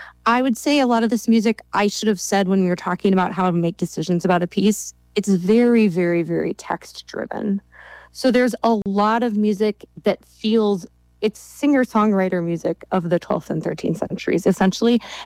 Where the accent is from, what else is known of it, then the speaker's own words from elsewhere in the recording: Minnesota, United States; now in Brooklyn, United States; I grew up in Minnesota, which I also love